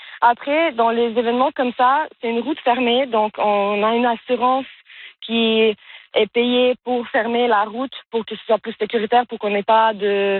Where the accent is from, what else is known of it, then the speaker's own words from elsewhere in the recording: Montreal, Quebec, Canada; moved away; Moi, je suis de Montréal originalement.